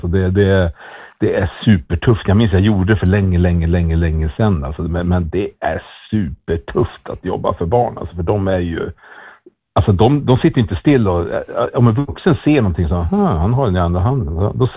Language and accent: Swedish; Norrland, Sweden; Jag är själv norrlänning